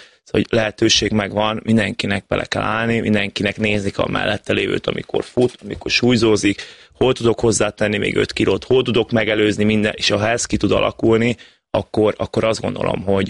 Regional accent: Szombathely, Vas, Hungary

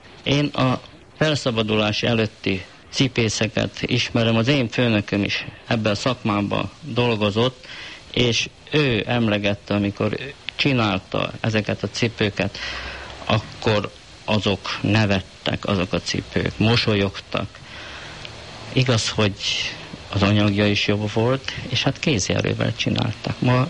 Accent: Vas, Hungary; born there; also born or lived in Szombathely; én itt Szombathelyen érettségiztem. Hazafele kerékpárra mentem, ez olyan 30 kilométer a szülőfalumhoz

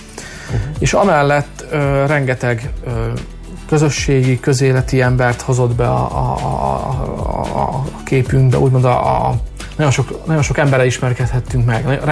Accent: Hungary; én roma származású vagyok, attól még én ugyanúgy magyar vagyok, ugyanúgy szeretem a hazámat

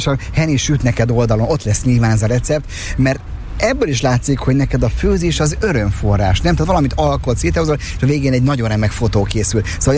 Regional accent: Budapest, Hungary; born there; Én még a régi Lehelen nőttem fel

